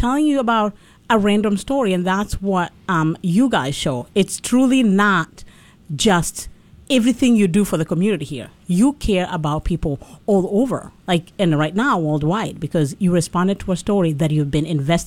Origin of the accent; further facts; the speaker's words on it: Kenya; moved away; I'm from Kenya